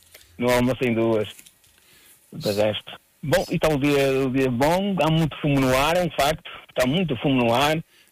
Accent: Caldelas, Portugal; moved away; Eu não estou em Caldelas, é um facto, mas sou mesmo natural de Caldelas.

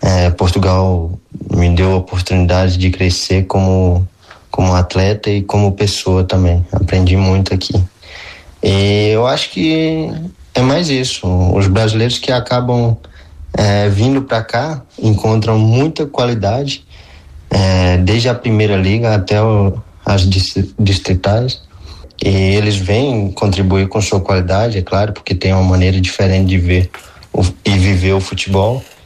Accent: Vereira do Paraíso, Minas Gerais, Brazil; Sou natural de Vereira do Paraíso, uma cidade bem pequena lá no norte de Minas Gerais, no Brasil.

